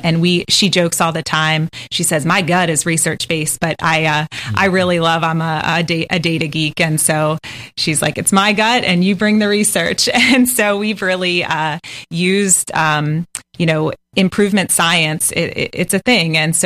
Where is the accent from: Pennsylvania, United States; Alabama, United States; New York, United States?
Pennsylvania, United States; Littlestown; now in St. Augustine Beach, United States; I am from Pennsylvania, a one stoplight town called Littlestown.